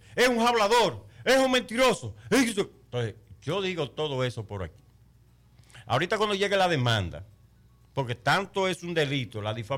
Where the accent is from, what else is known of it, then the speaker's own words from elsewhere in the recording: Mao, Valverde, Dominican Republic; Yo soy de la Gastón Fernando de Lima.